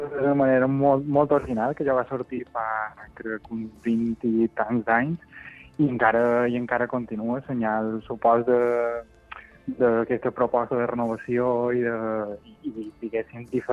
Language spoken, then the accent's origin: Catalan; Alcúdia, Balearic Islands, Spain; Sí, jo som d'Alcúdia, sí, i de fet, quan era, ja t'ho dic, que fa quasi 25 anys, o 23 o 24, que se fa el Via Fora, quan petit era figurant del Via Fora